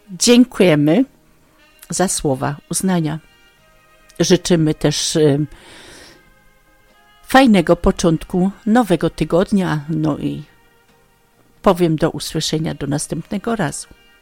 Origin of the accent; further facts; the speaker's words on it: Chorzów, Silesian Voivodeship, Poland; now in Meinerzhagen, Germany; Grała do was wasza chorzowianka ze studia radiowego w Meinerzagen